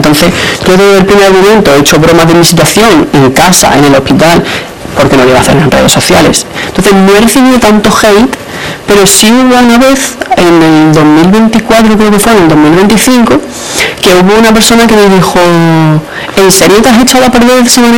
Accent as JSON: {"language": "Spanish", "town": "Marbella", "region": "Andalusia", "country": "Spain", "said": "seremos de Marbella, pero no somos ricos ni millonarios."}